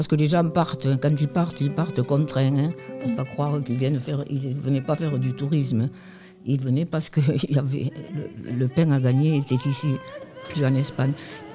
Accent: Pézenas, Occitanie, France; born there; Moi je suis née à Pézenas, mon père est né à Pézenas, mais ma maman est née à Campo, un petit village des Pyrénées, espagnol, c'est l'Aragon, hein, c'est la province de Huesca

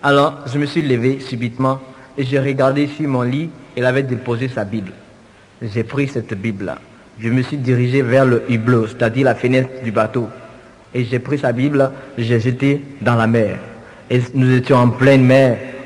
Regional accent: Abidjan, Côte d’Ivoire; je vais chez moi, à Abidjan.

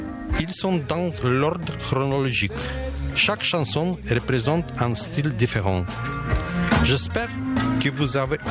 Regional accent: Ukraine; moved away; je suis ukrainien

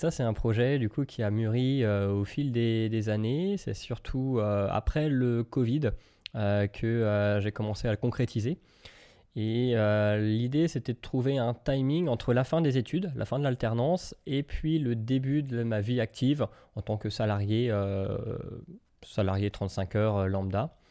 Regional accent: Saumur, Pays de la Loire, France; moved away as an adult; also born or lived in Alsace; moi, je suis originaire de Saumur, dans les Pays de la Loire, à mi-chemin entre Angers et puis Tours. Et du coup, je suis allé en Alsace, donc à l'est la première fois.

